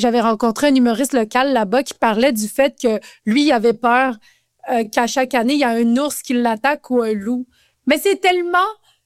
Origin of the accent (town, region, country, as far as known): Quebec, Canada; accent: Québécois